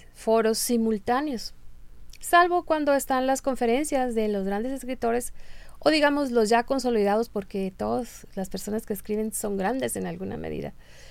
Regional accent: Navojoa, Sonora, Mexico

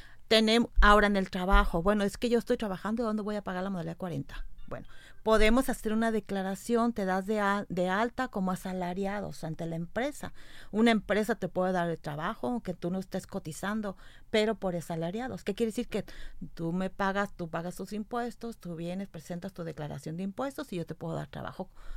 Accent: Jalisco, Mexico; Yo soy de Jalisco.

